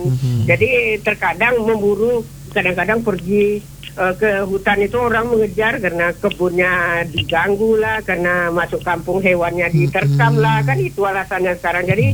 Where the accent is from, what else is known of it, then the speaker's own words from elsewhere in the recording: Inuman, Riau, Indonesia; Kebetulan saya ingat masa kecil tinggal di kampung di Kecamatan Inuman.